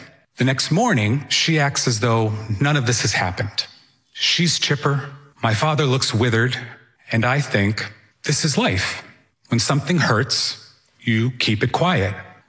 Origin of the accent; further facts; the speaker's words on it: Sudbury, Massachusetts, United States; now in Stoneham, United States; I grew up in Sudbury, Massachusetts, and I live in Stoneham now